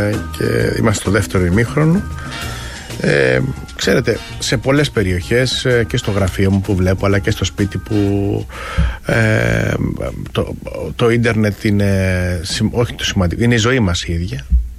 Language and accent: Greek; Chania, Crete, Greece; Και στην πατρίδα μου, μπράβο.